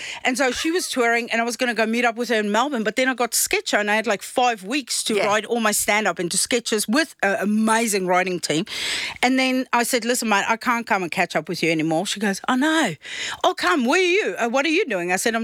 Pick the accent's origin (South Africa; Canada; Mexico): South Africa; so I'm South African, I've got a charcoal barbecue outside.